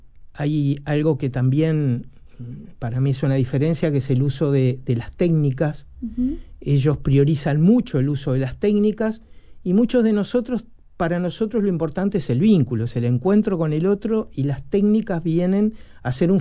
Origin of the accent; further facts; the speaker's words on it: Uruguay; Cuando aquí en Uruguay nos recibimos de psicólogo